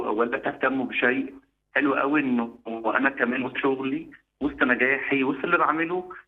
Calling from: Minya, Minya Governorate, Egypt; من المنيا

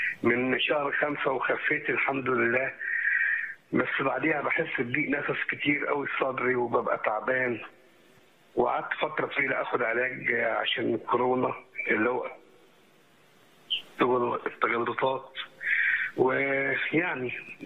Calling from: Faiyum, Faiyum Governorate, Egypt; من الفيوم

